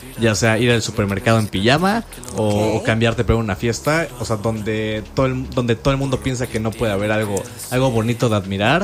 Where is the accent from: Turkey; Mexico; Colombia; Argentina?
Mexico; accent: Mexican; soy mexicano.